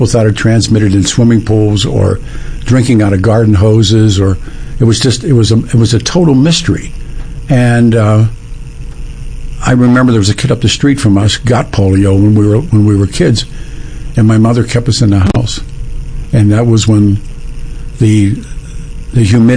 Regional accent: Pennsylvania, United States; I grew up in Polio Summers, and we grew up in a little steel mill town on the Allegheny

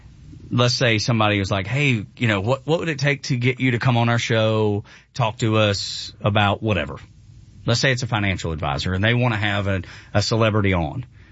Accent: Dalton, Georgia, United States; I love it up there. Cause I'm from Dalton.

